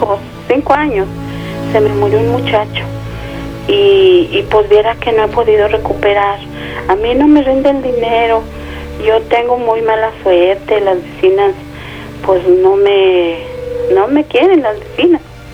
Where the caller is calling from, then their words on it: Mesa Colorada, Jalisco, Mexico; Le llamo de aquí, de la Mesa Colorada.